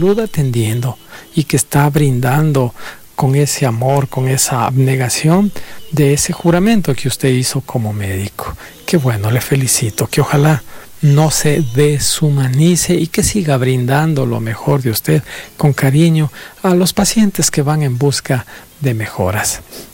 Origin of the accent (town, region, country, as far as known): Ecuador